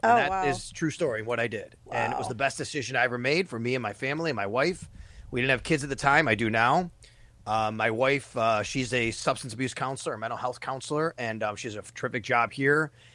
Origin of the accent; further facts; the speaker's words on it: Cheektowaga, New York, United States; I grew up in Cheektowaga, so went to Cleveland Hill High School, proud Cleveland Hill alum.